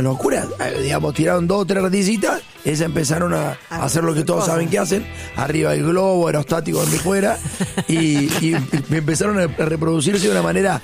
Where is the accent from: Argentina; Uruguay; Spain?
Argentina; Córdoba; Miren, yo soy de Córdoba